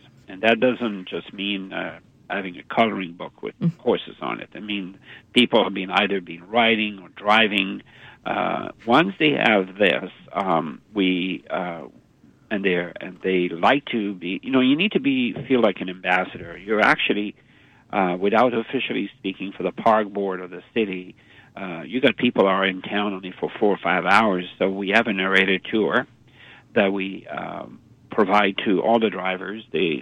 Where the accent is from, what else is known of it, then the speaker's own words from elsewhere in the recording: Quebec City, Quebec, Canada; And when I first came here, I'm originally from Quebec City. So when I first came here, I used to love to take my bike every day around the park.